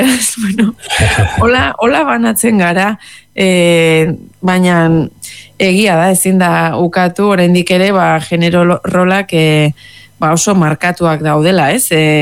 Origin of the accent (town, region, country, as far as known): Nouvelle-Aquitaine, France